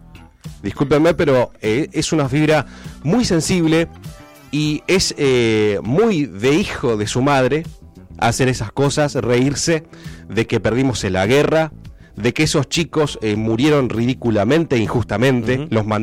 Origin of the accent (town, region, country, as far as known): Argentina